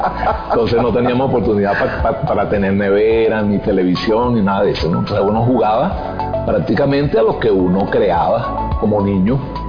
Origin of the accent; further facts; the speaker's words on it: Cata, Aragua, Venezuela; tú estabas en un pueblo como mi pueblo, como Cata, donde no hay teléfono